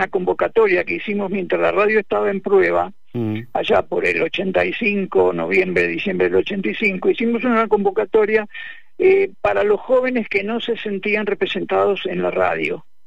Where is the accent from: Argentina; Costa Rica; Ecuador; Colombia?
Argentina; Buenos Aires; moved away as an adult; yo estaba en Buenos Aires, porque yo soy oriundo de Buenos Aires.